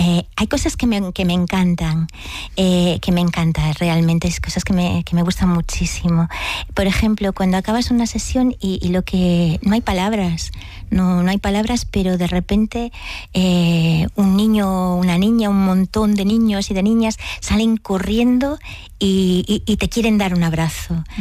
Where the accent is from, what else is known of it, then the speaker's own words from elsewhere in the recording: Galicia, Spain; Bueno, yo conozco, sí, soy gallega y conozco un poquillo la tradición oral